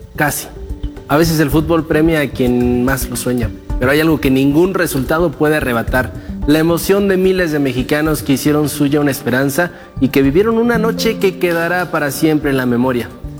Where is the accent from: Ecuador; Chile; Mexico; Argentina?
Mexico; fortalecernos en tantas áreas como mexicanos